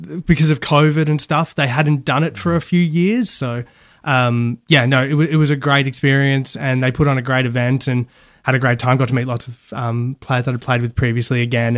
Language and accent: English; Queensland, Australia; also born or lived in Geelong, Victoria; I was born in Victoria, in Geelong, and moved to Queensland when I was a little kid, so 6 years old